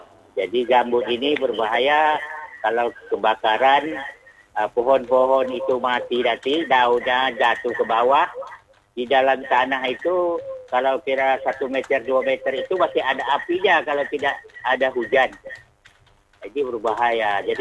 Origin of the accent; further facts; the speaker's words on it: Selatpanjang, Riau, Indonesia; born there; moved away; kalau daerah kami di Selat Panjang kan saya tahu sendiri, saya kampung saya memang gambut.